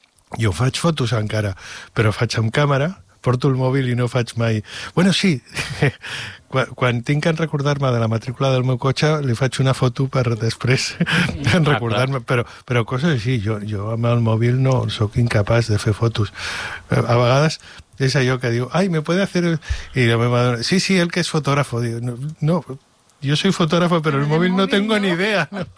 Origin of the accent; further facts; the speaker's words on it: El Papiol, Catalonia, Spain; amb els fotògrafs que som del Papiol